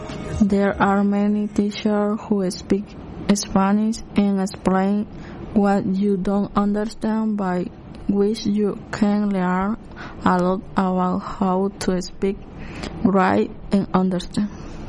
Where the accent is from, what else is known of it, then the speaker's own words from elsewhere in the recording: El Salvador; soy de El Salvador y tengo 19 añ